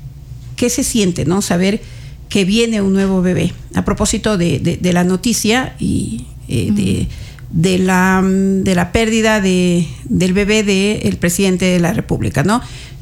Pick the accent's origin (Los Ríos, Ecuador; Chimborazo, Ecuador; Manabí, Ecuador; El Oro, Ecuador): El Oro, Ecuador; El Oro Province; yo estuve en mi tierra, provincia de El Oro